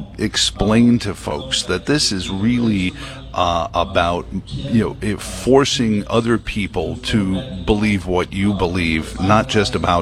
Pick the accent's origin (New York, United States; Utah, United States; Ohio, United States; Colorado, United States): New York, United States; New York City; I grew up in New York City.